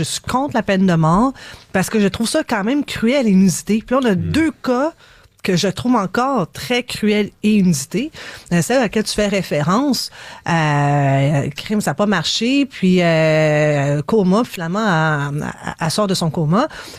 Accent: Canada; chez nous, au Canada

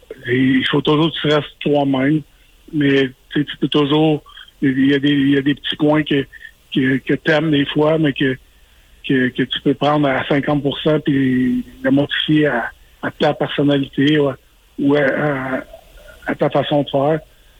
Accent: Quebec, Canada; étant donné que je suis Québécois

